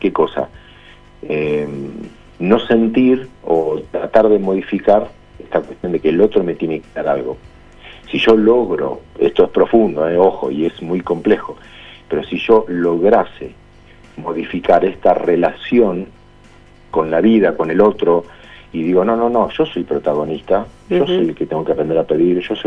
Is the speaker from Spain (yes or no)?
no; Argentina; somos muy argentinos, o somos bastante argentinos, ¿no?